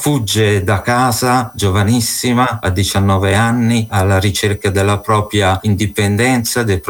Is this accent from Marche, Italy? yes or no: no; Milan, Lombardy, Italy; also born or lived in Torre del Greco; Sono nato a Torre del Greco, ma ho sempre vissuto a Milano.